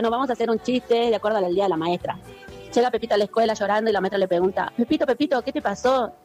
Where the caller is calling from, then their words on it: San Salvador de Jujuy, Jujuy, Argentina; de Alto Comedero